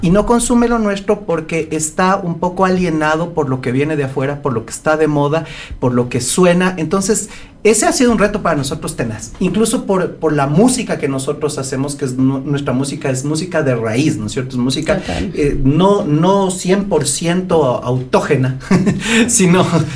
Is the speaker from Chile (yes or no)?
no; Ecuador; seguimos siendo ecuatorianos.